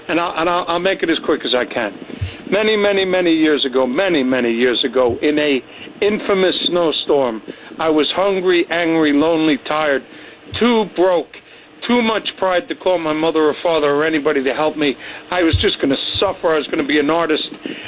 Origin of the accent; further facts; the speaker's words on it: New York City, New York, United States; I'm from the Bronx.